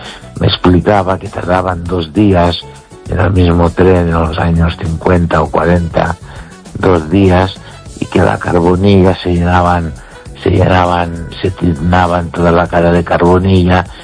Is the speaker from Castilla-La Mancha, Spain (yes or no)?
no; Galicia, Spain; Y mi pueblo está a unos 9 kilómetros 8 de Fe de Los Peares.